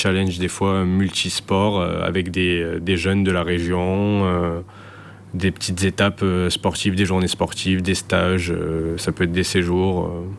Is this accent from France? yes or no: yes; Sète, Occitanie, France; born there; j'ai 22 ans, je suis né à Sète